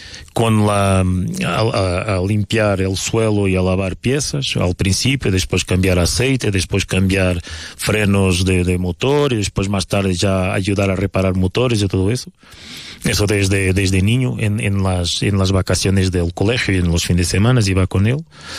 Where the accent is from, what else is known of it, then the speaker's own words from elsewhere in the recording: Portugal; Spanish is a second language; moved away as an adult; also born or lived in Madrid; now in Colombia; Yo soy portugués, portugués. De Portugal, de este planeta.